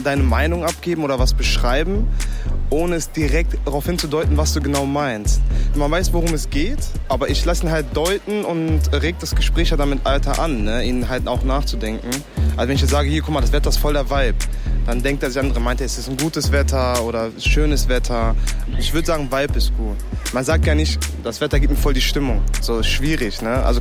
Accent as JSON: {"language": "German", "town": "Bielefeld", "region": "North Rhine-Westphalia", "country": "Germany", "said": "Meine Wurzeln liegen in Sri Lanka und ich komme aus Bielefeld."}